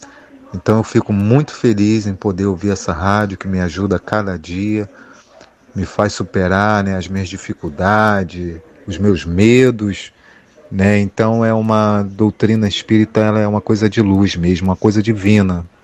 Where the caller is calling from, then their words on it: Rio de Janeiro, Brazil; falo aqui do Rio de Janeiro, de Santa Cruz, Rio de Janeiro